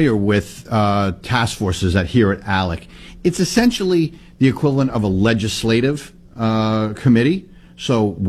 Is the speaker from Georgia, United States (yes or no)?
no; Woonsocket, Rhode Island, United States; I am in the north part of Rhode Island. I represent my hometown city of Woonsocket, Rhode Island, and a small piece of North Smithfield.